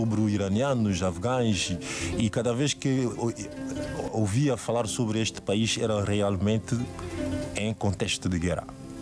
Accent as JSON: {"language": "Portuguese", "country": "Côte d’Ivoire", "tie": "born or raised there", "also_born_or_lived": "Mali", "moved": "as an adult", "said": "Então nós nascemos neste contexto e crescemos neste contexto"}